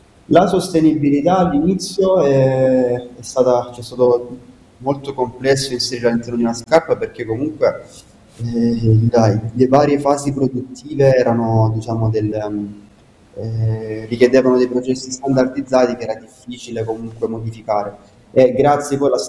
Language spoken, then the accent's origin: Italian; Casarano, Apulia, Italy; sia io che Marco siamo nati e cresciuti a Caserano